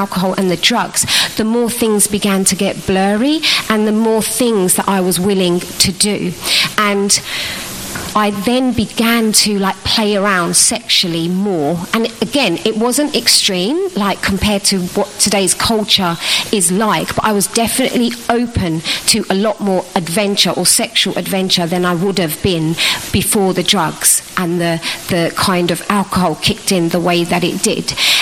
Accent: India; But I was aware that as an Indian girl, I was aware that the only way my parents were ever going to let me stay out of home was if I had an education, because in the Indian culture

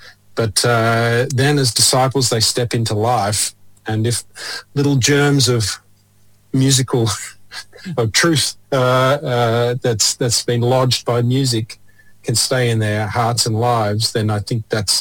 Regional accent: Sydney, New South Wales, Australia; also born or lived in Bourke; the system that we grew up in Sydney

